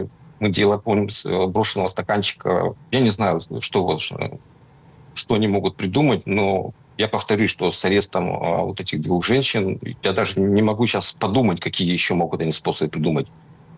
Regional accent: Murmansk Oblast, Russia

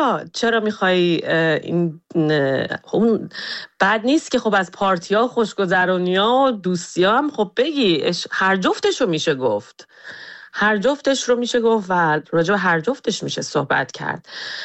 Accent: Iran; now in United States; ترجیح میدم الان بلیطمو بخرم و برم ایران و کنار دوستام، کنار خانوادم و برگردم به شهر خودم

